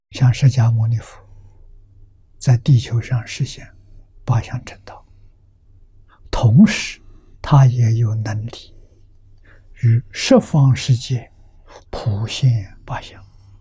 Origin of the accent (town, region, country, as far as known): China